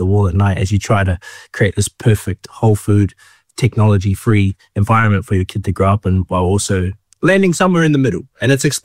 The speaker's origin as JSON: {"language": "English", "region": "Northland", "country": "New Zealand", "tie": "born or raised there", "moved": "yes", "said": "the amazing life my parents gave me growing up in the North"}